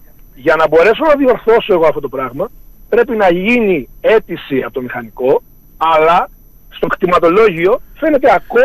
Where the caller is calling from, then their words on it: Lasithi, Crete, Greece; Εγώ είμαι από Λαθήθη.